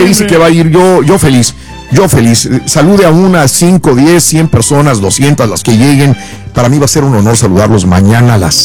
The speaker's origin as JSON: {"language": "Spanish", "country": "Mexico", "said": "Segurísimo es segurísimo, Jalisco, Michoacán, Tamaulipas, lo sé porque es mi tierra y ahí sí fabrican tequila."}